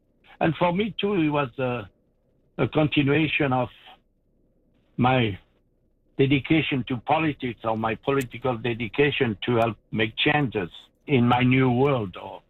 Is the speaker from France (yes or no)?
yes; France; English is a second language; moved away as an adult; now in Saskatchewan, Canada; I was raised in France. I went to university in France, and I was a student activist in the May 68 uprising in Paris.